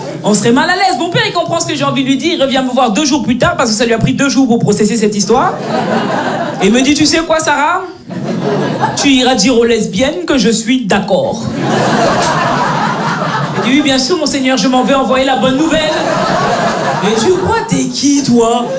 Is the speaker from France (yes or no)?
no; Belgium; Moi, je suis née et j'ai grandi en Belgique.